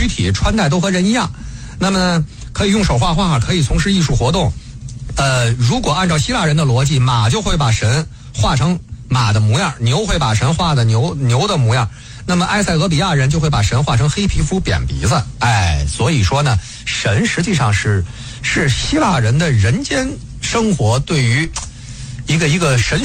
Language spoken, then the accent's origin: Chinese; northern China, China; 我作为北方人不太熟悉的